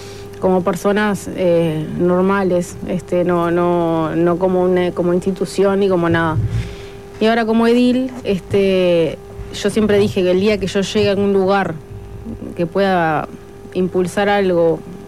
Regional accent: Maldonado, Uruguay; Bueno, yo soy de Maldonado desde que nací

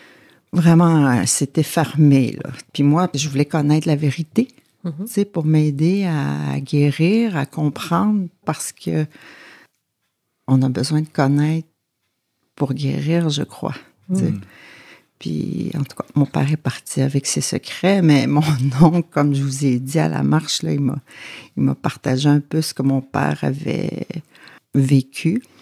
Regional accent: Maliotenam, Quebec, Canada; Oui, je viens de Manioténam, comme vous dites. Je suis née à Québec en 1972.

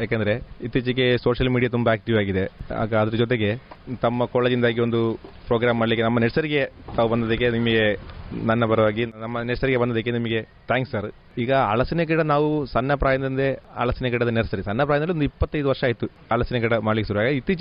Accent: Karnataka, India; now in Alake Majalu, India; ನನ್ನ ಮನೆ ಹೆಸರು ನಿನ್ನಿಕಲ್ಲು. ಅಲ್ಲ, ಒಂದು ಇಲ್ಲಿನ ಪಕ್ಕದ ವಿಟ್ಲ ರಸ್ತೆಯಲ್ಲಿ ಪಕ್ಕದಲ್ಲಿ ಒಂದು ಊರಿದೆ ನಿನ್ನಿಕಲ್ ಅಂತ ಹೇಳಿ.

